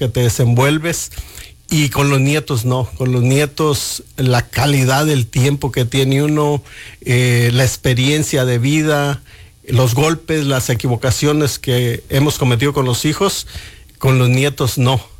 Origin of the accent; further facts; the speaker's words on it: Ciudad Altamirano, Guerrero, Mexico; also born or lived in Ceibas Altas, Michoacán / Río Palacio, Michoacán; Soy nacido de Ceibas Altas, municipio de San Lucas, Michoacán. Criado en Guerrero, municipio de Ciudad Altamirano, Pungarabato.